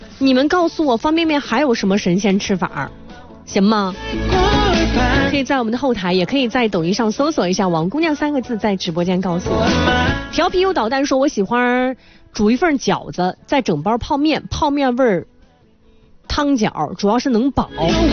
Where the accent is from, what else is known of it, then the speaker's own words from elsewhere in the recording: Xinjiang, China; 是的呢，我是新疆的。